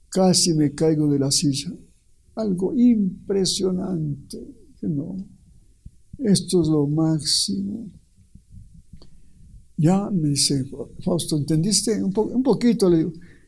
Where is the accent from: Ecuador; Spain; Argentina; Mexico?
Ecuador; no cobrar tan caro a mi pueblo ecuatoriano que es pobre